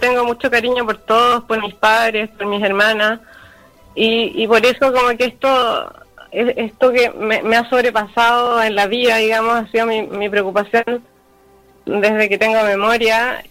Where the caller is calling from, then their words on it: Chile; Estoy llamando de Chile.